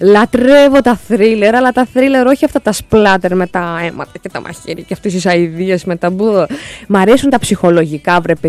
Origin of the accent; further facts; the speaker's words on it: Keratsini, Attica, Greece; Greek is a second language; Είχαμε λοιπόν στο Κερατσίνι που μεγάλωσα, εκεί στην Δεμερτζή, είχαμε την παρέα που μαζευόμασταν πόσα 10-12 πιτσιρίκια τέλος πάντων παιδάκια. Εγώ 8 από 6 χρονών μεγάλωσα εκεί μέχρι τα 11, οπότε κάπου ενδιάμεσα που πια είχα μάθει και τα ελληνικά.